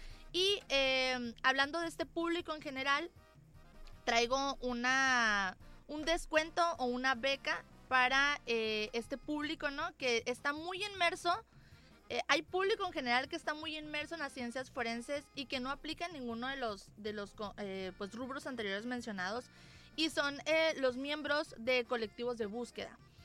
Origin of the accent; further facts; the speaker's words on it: Mexico; Como ciudadanos, como mexicanos